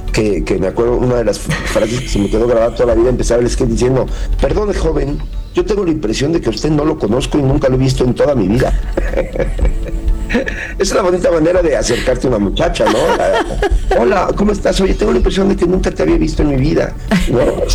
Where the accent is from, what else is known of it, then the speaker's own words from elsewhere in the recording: Mexico; usted no es de aquí, ¿verdad? Le digo, no, soy de México.